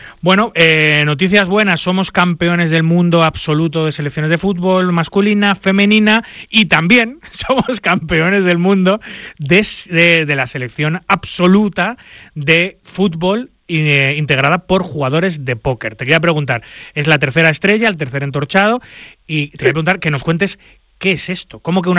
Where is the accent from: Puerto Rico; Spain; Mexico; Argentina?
Spain; yo soy español, aquí quieres que te gane, ¿no?